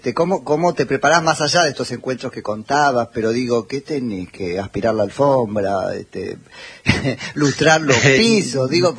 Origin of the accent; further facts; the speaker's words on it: San Andrés de Giles, Buenos Aires Province, Argentina; Yo soy de San Andrés de Giles